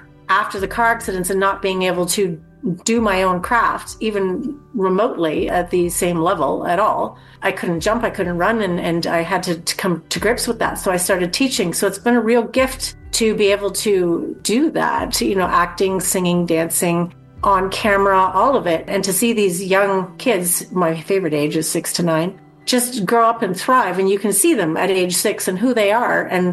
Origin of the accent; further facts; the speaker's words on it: Brantford, Ontario, Canada; given that I'm from Brantford